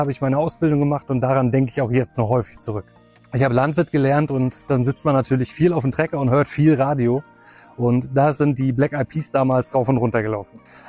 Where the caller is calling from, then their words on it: Magdeburg, Saxony-Anhalt, Germany; ich komme aus Magdeburg